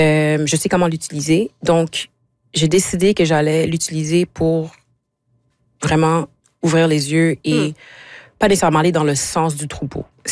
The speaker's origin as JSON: {"language": "French", "region": "Quebec", "country": "Canada", "tie": "born there", "said": "Moi, je suis établie ici, je suis née au Québec. C'est ma maison, c'est mon pays."}